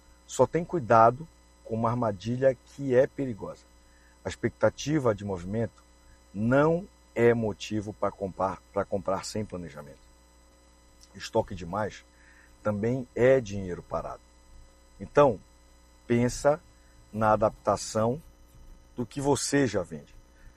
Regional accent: Pará, Brazil; Nós chegamos a uma das semanas mais especiais do ano para nós que somos paraenses, a Semana do Círio.

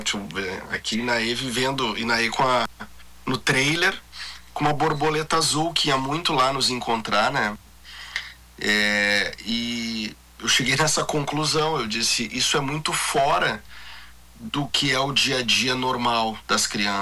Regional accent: South Region, Brazil; moved away as an adult; also born or lived in Rio de Janeiro; eu sou do Sul.

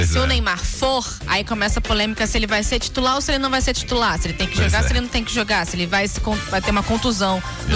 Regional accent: Rio de Janeiro, Brazil; Eu sou carioca da Zona Norte. Meu chiado é um pouco pior do que o tradicional.

